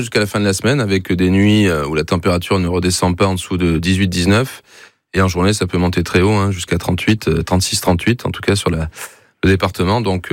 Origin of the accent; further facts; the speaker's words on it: Nouvelle-Aquitaine, France; je suis originaire du département de la Gironde, il y a eu 3 morts.